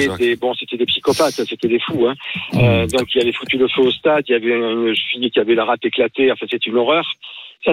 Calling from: Valdeblore, Provence-Alpes-Côte d'Azur, France; Je suis à Val-de-Blore, en face au Mercantour.

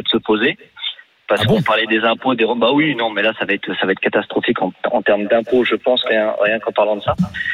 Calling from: Île-de-France, France; chez moi en Île-de-France

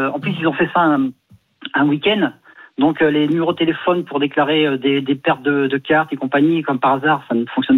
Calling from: Saint-Maur-des-Fossés, Île-de-France, France; moi je suis à Saint-Maur

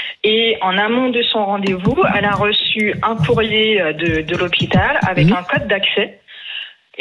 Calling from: Reims, Grand Est, France; moi j'habite à Reims, mais ma maman habite à Rennes.

